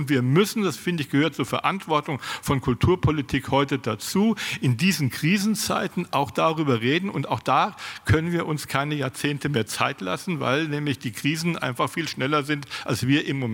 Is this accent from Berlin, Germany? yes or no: yes; Berlin, Germany; meiner Heimatstadt Berlin